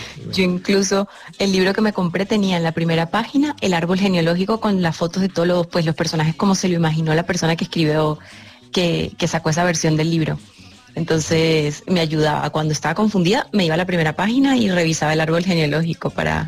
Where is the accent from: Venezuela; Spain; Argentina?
Venezuela; San Cristóbal, Táchira; Claro, es que yo soy de San Cristóbal, que es frontera con Colombia, con Cúcuta. Entonces, en Venezuela dicen que los de mi tierra somos más colombianos que venezolanos